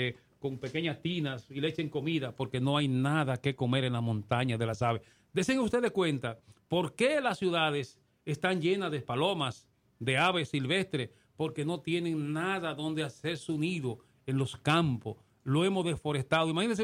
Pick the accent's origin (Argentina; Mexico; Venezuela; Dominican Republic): Dominican Republic; Somos bendecidos nosotros dominicanos